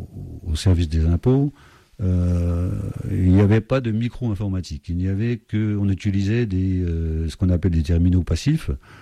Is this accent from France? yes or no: no; Switzerland; born there; moved away; Alors, je suis né en Suisse, Suisse-Allemande, côté d'Ellemont. Et donc, j'ai une double nationalité, française et suisse.